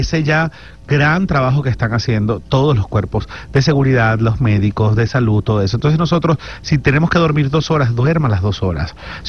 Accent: Maracaibo, Zulia, Venezuela; Y así somos los venezolanos. Yo soy maracucho.

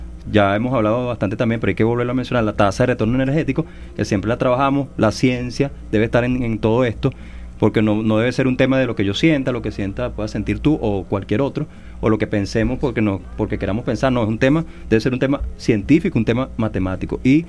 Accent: Venezuela; nuestro aporte como venezolanos y venezolanas a la conservación de la naturaleza.

